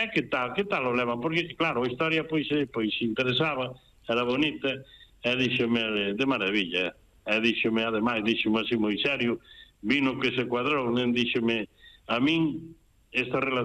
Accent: Noia, Galicia, Spain; Eu son de Noia, señor, dixen, son de Noia

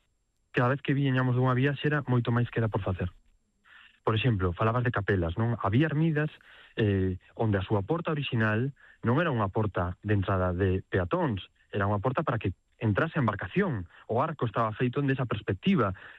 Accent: Galicia, Spain; porque era algo que necesitaba Galiza, que necesitábamos como galegos, e que, polo tanto, o sector do mar era como unha prioridade

